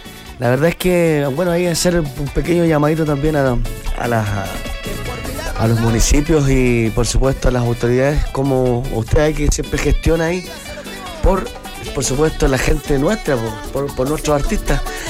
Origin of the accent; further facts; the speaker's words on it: Chillán, Ñuble, Chile; somos de acá de Chillán